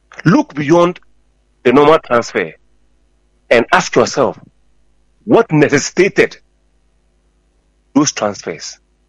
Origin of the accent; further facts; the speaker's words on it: Accra, Greater Accra, Ghana; I was born in Accra. I formed me a Gamashi. I formed me a Bema camp at 37 Military Hospital. My father was a soldier. I stayed my life in Accra proper. But sadly, I'm moving out of Accra to go and stay somewhere around Dobro